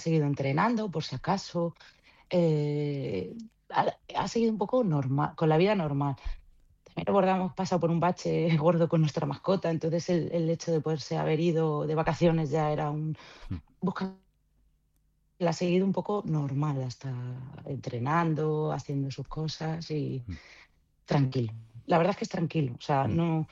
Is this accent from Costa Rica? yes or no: no; Zamora, Castile and León, Spain; Yo soy zamorana.